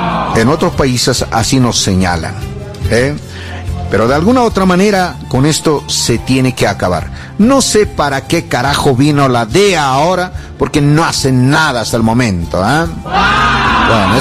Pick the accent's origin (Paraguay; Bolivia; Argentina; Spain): Bolivia; también soy boliviano